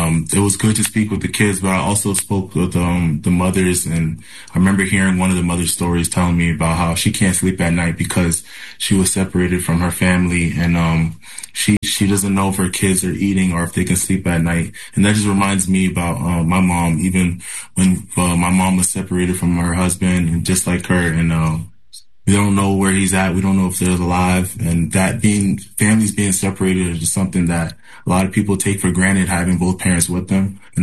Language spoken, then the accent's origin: English; New Hampshire, United States; And eventually we were resettled with the help of the UNHCR into America, where I grew up in New Hampshire